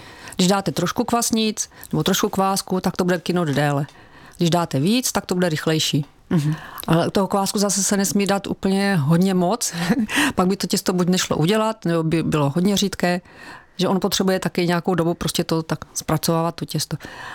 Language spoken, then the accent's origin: Czech; Moravia, Czechia; protože jsem přijela z Moravy, u nás se pije slivovička